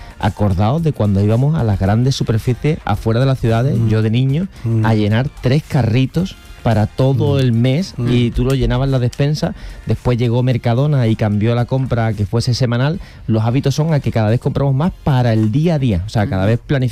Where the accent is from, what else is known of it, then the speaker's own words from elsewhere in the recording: Cádiz, Andalusia, Spain; born there; Bueno, yo nací en Cádiz y entonces...